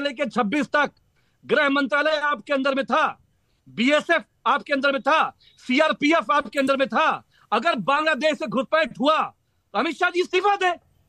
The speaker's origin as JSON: {"language": "Hindi", "region": "Uttar Pradesh", "country": "India"}